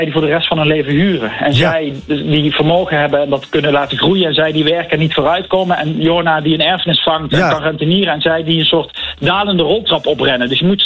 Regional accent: Venray, Limburg, Netherlands; Ja, in het mooie pittoreske Limburgse dorpje waar ik ben opgegroeid.

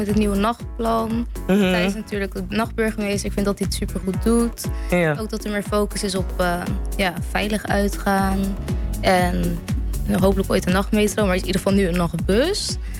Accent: Utrecht, Netherlands; Ik ben zelf opgegroeid in Utrecht.

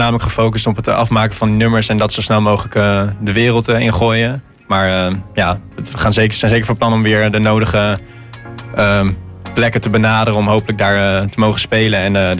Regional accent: Zoetermeer, South Holland, Netherlands; moved away as an adult; now in Rotterdam, Netherlands; Oorspronkelijk komen we uit Zoetermeer.

